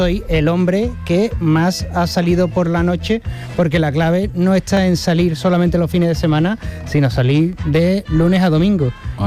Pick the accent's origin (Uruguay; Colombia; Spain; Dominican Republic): Spain; Jerez de la Frontera, Andalusia; now in San Juan de Aznalfarache, Spain; Porque soy padre primerizo y San Juan de Aznafarache está muy lejos de Jerez de la frontera cuando tiene un niño de un año.